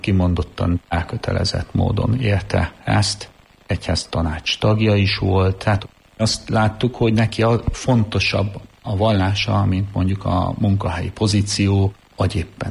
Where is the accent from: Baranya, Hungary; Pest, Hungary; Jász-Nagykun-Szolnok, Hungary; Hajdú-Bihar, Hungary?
Pest, Hungary; Pécel; Pécelyről számozom, ott nevelkedtem. Egy elkötelezett katolikus család, mondhatnám így, hát a szülők által volt elkötelezve ez a család.